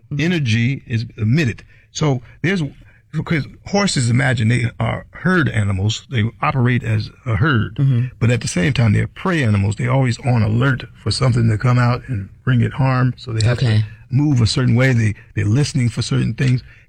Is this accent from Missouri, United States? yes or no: no; New York, United States; Well, you know, I had this dream coming up, growing up in New York in Hudson Valley